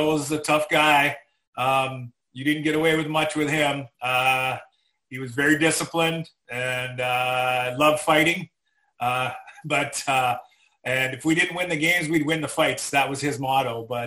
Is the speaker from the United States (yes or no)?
no; Western Canada, Canada; the arenas were just being built around here, so everybody played hockey. It was a mill town, a sawmill.